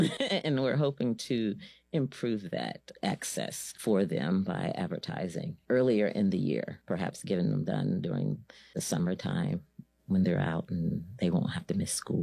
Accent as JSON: {"language": "English", "region": "Virginia", "country": "United States", "said": "You know, in past cases where I come from, and by the way, I'm from Virginia"}